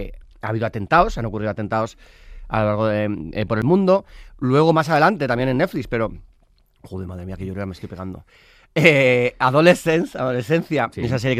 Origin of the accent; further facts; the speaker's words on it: Basque Country, Spain; Soy vasco, sí, todo el mundo lo rodaje, ¡ay, qué frío! Pero si eres vasco, si eres del norte, que soy tan vasco como friolero, que conste en acta.